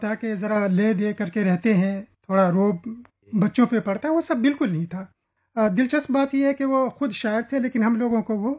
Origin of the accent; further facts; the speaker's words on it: Deoband, Uttar Pradesh, India; also born or lived in Darbhanga; میری پیدائش دربھنگے میں ہوئی اور پورا بچپن اور نوجوانی کا عرصہ کہیے دیوبند میں گزرا.